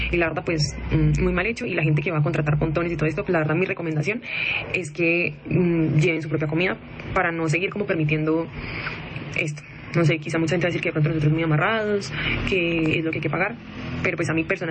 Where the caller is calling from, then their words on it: Colombia; siendo también colombianos